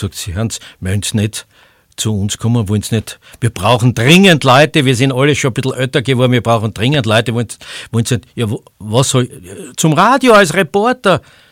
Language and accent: German; Styria, Austria; Und ich war halt ein Steirer, der halt ein bisschen schert.